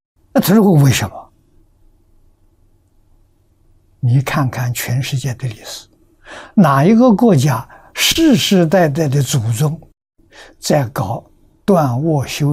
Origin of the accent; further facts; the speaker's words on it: Tongcheng, Anhui, China; moved away; 我们家乡桐城派的发祥地啊，城里面丢掉比我们早，大概要早十年，我们住乡下，乡下人都非常守本分啊